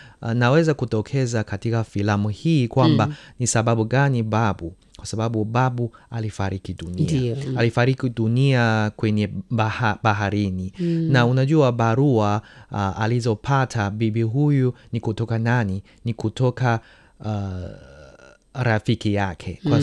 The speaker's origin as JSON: {"language": "Swahili", "country": "China", "said": "sisi Wachina tunathamini sana kwanza sifa na pia utamaduni."}